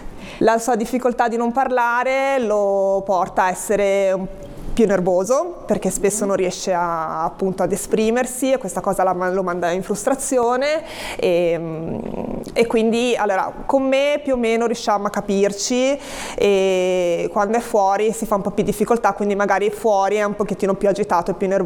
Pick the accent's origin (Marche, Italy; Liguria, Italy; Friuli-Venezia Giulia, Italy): Liguria, Italy; Genoa